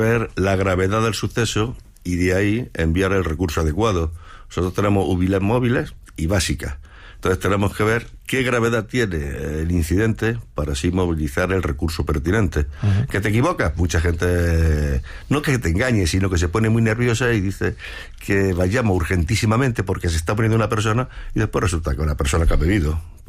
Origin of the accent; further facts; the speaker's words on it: Benmar, Andalusia, Spain; now in Madrid, Spain; Nací en Jaén, pero me crié en Benmar, cerca de Úbeda.